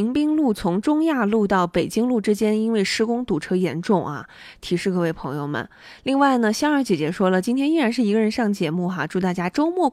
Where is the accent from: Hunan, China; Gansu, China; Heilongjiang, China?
Gansu, China; moved away; 得知我是甘肃人